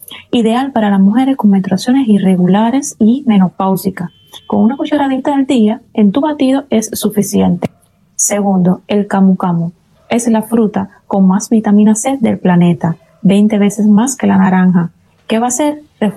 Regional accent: Cuba; now in Peru; Soy médico general cubana viviendo en Perú

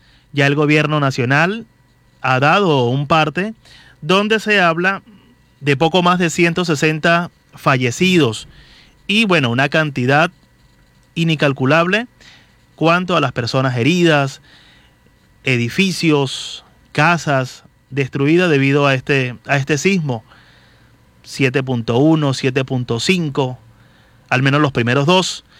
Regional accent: Venezuela

